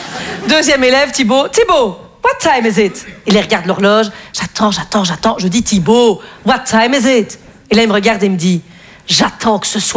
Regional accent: Belgium; moi, je suis contre le réchauffement climatique, mais c'est facile parce que je suis belge, vous voyez.

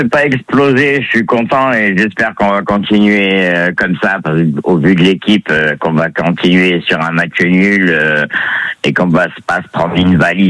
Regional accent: Nice, Provence-Alpes-Côte d'Azur, France; also born or lived in Marseille; now in Mandelieu-la-Napoule, France; moi, à l'origine, petit, j'ai grandi à Nice

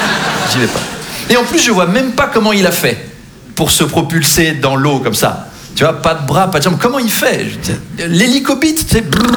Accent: Versailles, Île-de-France, France; Moi j'ai grandi à Versailles, hein, très très catholique comme environnement

